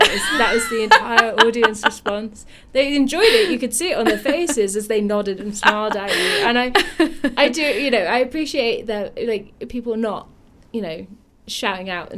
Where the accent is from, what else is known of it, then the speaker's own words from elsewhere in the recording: Yorkshire and the Humber, United Kingdom; accent: Yorkshire; I sound like I'm from Yorkshire, but I am